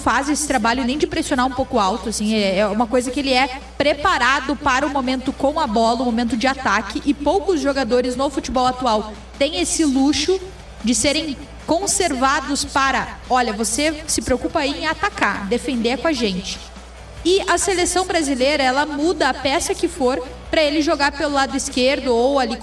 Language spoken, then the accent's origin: Portuguese; Brazil; Somos brasileiros